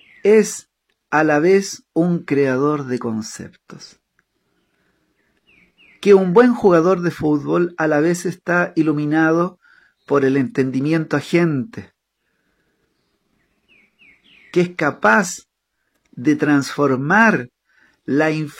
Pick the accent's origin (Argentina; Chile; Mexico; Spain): Chile; moved away as an adult; now in Paraguay; yo soy chileno, pero no me digan chileno a secas, porque yo llevo 14 años viviendo en Paraguay